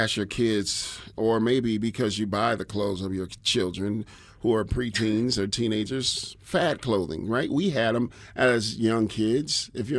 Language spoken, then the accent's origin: English; Detroit, Michigan, United States; I grew up with that in Detroit.